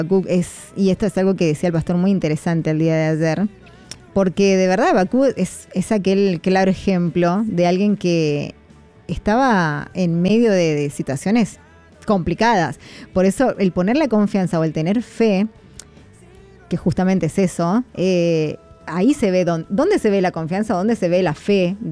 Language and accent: Spanish; Argentina; nosotros también aquí como argentinos